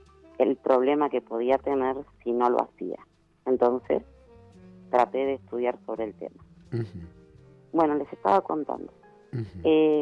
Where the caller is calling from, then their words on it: Lomas de Zamora, Buenos Aires Province, Argentina; de Lomas de Zamora.